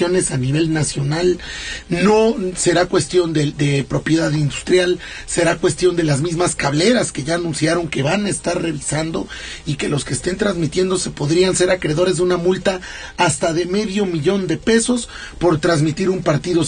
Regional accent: Mexico; yo no me quito la verde, yo soy un patriota y yo me voy a quedar con México hasta el último segundo.

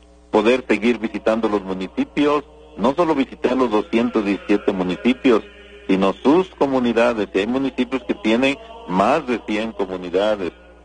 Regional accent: Puebla, Mexico; En efecto, seguiré viviendo en Puebla, soy poblano.

